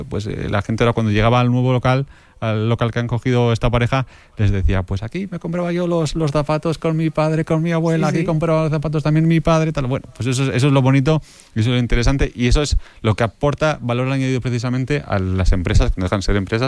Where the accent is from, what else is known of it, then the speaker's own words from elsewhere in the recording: Estella, Navarre, Spain; Por ejemplo, en Estella, de donde soy yo, hay comercios de gente joven que al final se han sumado